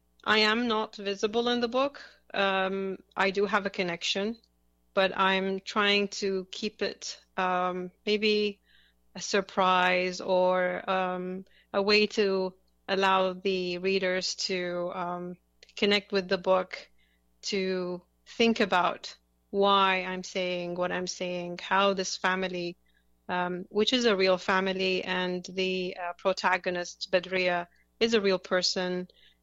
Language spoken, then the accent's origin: English; Iraq; English is a second language; I was born in Iraq and I grew up in Iraq. So I witnessed the Iraqi-Iranian War and the first Gulf War.